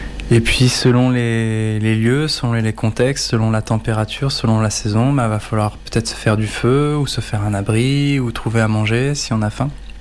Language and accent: French; France; chez nous, en France